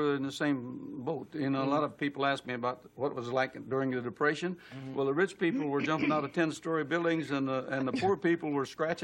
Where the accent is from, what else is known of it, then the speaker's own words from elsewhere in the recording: Portsmouth, Ohio, United States; also born or lived in Cincinnati; No, I was born in Cincinnati, actually, and when I was 2 years old, my dad built a houseboat. And I lived on the Ohio River for 5 years